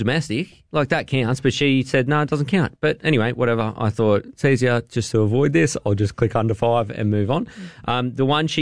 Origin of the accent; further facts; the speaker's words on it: Wollongong, New South Wales, Australia; if I was overseas and they said, where are you from? I wouldn't say the Gong.